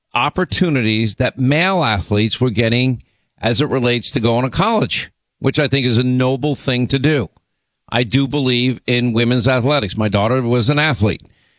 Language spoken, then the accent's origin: English; Philadelphia, Pennsylvania, United States; accent: New York; I grew up in Philly, but I talk like a New Yorker.